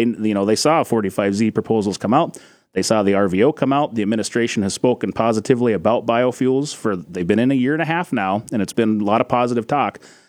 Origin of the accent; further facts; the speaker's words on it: Dazey, North Dakota, United States; I'm from Daisy, North Dakota, over in Barnes County, and farm around that Wimbledon Courtney area up there.